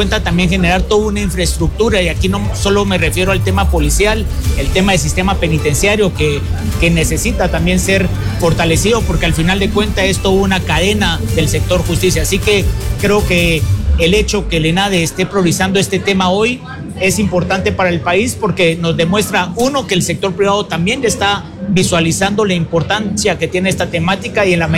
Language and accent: Spanish; Guatemala; como guatemaltecos siempre queremos más